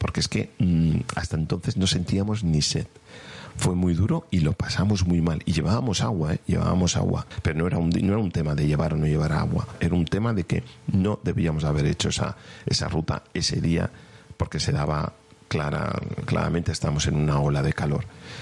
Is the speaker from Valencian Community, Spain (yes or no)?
yes; Valencian Community, Spain; como somos valencianos, a nosotros el calor no nos afecta.